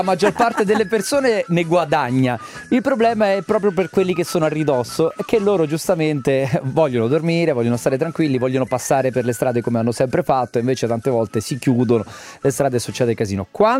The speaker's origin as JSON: {"language": "Italian", "town": "Rome", "region": "Lazio", "country": "Italy", "said": "da romano sono terribile"}